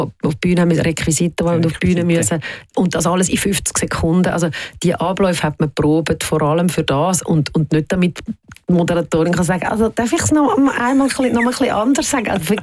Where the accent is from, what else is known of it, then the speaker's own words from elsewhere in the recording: Switzerland; habe halt immer wirklich sehr stark das spanische Element bei mir daheim. Auf der anderen Seite bin ich hier in der Schweiz aufgewachsen und habe sehr behütete Kindheit gehabt. Ich bin ein Waldkind gewesen. Ich bin neben dem Wald aufgewachsen.